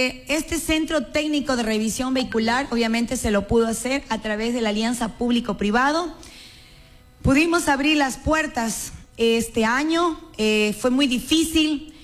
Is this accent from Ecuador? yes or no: yes; La Troncal, Cañar, Ecuador; yo amo mi Troncal porque esta es mi tierra. A veces me ha tocado irme fuera del país